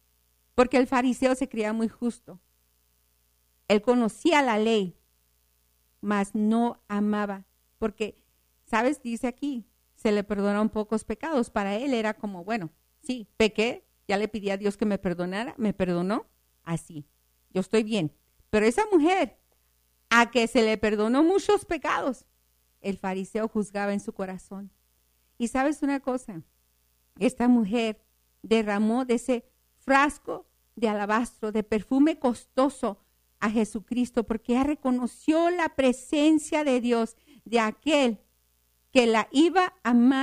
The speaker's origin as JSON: {"language": "Spanish", "town": "El Paso", "region": "Texas", "country": "United States", "said": "Somos de aquí, del Paso, Texas."}